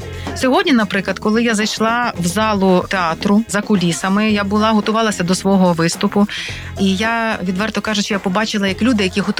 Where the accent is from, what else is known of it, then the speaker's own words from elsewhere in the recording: Ternopil, Ternopil Oblast, Ukraine; born there; я народилася в Тернополі, захід України.